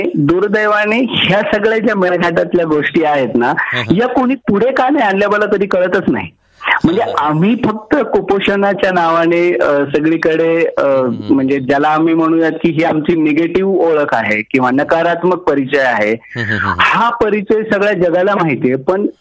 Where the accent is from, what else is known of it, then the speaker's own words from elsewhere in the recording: Sangvi Patan, Maharashtra, India; moved away; मी मूळचा सांगवी पाटण, तालुका आष्टी, जिल्हा बीड, मराठवाड्यातलं अतिशय छोटस गाव, दोन नदीच्या संगमावरती असणार भैरवनाथ महाराजांचं हे तीर्थक्षेत्र आहे.